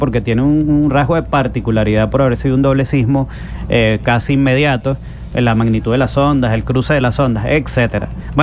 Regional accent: Venezuela; Como venezolana, que probablemente estemos en una situación de desbordamiento de los espacios.

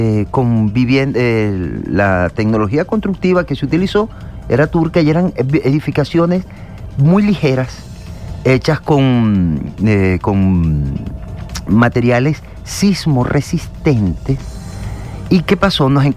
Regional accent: Venezuela; no solo en La Guaira, en Caracas, sino a todos nosotros y nosotras como venezolanos dentro de nuestra psique

